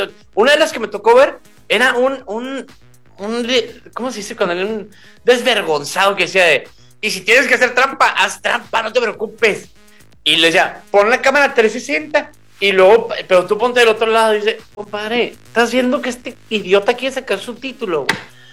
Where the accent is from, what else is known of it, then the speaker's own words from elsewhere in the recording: Mexico; Yo soy mexicano y yo acepto mi realidad.